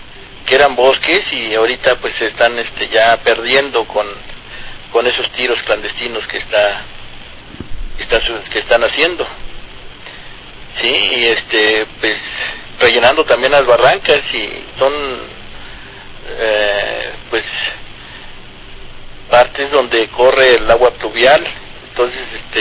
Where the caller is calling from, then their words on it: Huixquilucan, State of Mexico, Mexico